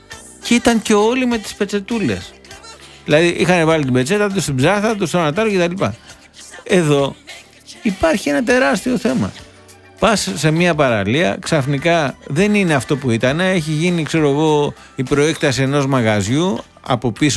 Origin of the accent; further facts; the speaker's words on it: Corfu, Ionian Islands, Greece; Είμαι από Κέρκυρα και φέτος το Πάσχα ήμουν στην Κέρκυρα.